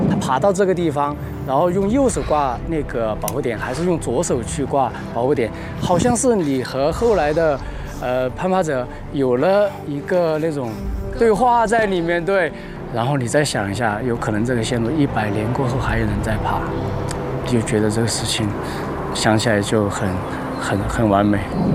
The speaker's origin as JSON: {"language": "Chinese", "region": "Chongqing", "country": "China"}